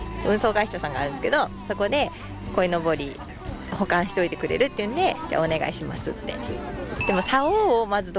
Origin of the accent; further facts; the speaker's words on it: Koga, Ibaraki, Japan; 私が古河生まれ古河育ちなんですけど